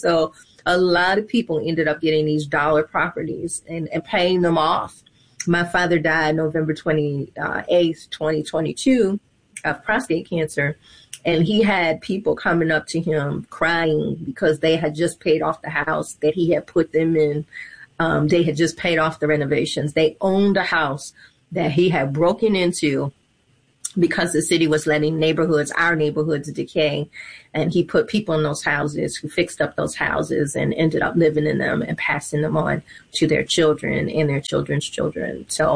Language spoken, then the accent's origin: English; Philadelphia, Pennsylvania, United States; I come from Philadelphia, Pennsylvania.